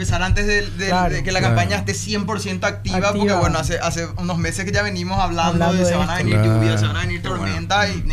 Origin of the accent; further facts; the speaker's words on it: Paraguay; Somos una empresa paraguaya, somos paraguayos